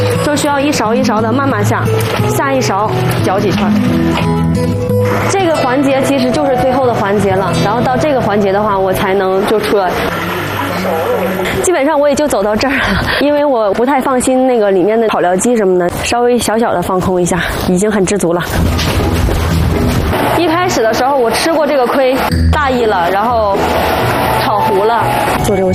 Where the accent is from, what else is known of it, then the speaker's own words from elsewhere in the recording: Qinhuangdao, Hebei, China; 这个我们老家的风味，河北秦皇岛烤生蚝，沿海城市的必备的